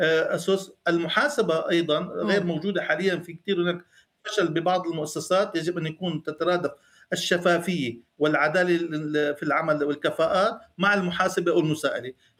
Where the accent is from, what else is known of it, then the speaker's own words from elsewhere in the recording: Syria; ما كنا نتوقع كسوريين أن يكون التشكيل الحكومي